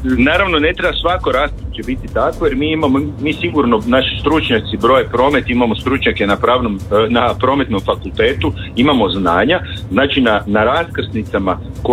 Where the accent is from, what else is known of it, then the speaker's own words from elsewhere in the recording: Varaždin, Varaždin County, Croatia; Ja sam iz Varaždina, ovi moji varaždinski oci i se hvale kružnim tokovima oko grada.